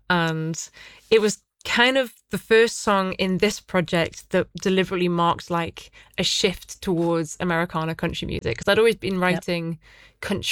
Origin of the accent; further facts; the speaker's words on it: North East England, United Kingdom; I'm from the Northeast, so this isn't something that I've actually done because I don't have a death wish.